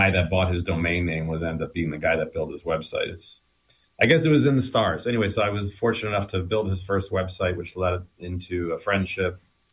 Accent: New Jersey, United States; We're both from New Jersey.

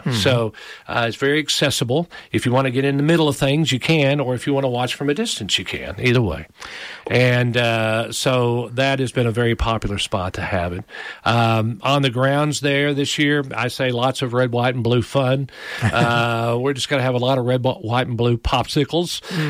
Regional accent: Paragould, Arkansas, United States; born or raised there

